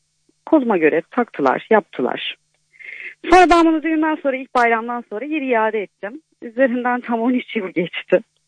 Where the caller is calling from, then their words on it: Antalya, Turkey; Antalya'dan arıyorum.